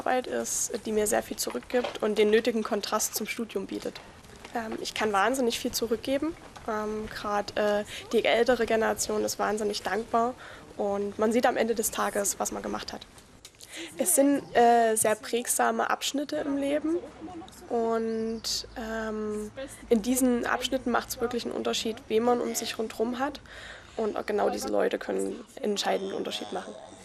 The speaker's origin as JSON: {"language": "German", "town": "Krandorf", "region": "Saxony", "country": "Germany", "tie": "born or raised there", "lives_now": "Leipzig, Germany", "said": "Also Krandorf ist halt meine Heimat. Hier gehöre ich hin und hier komme ich auch immer wieder gerne her. Auch wenn Leipzig wunderschön ist."}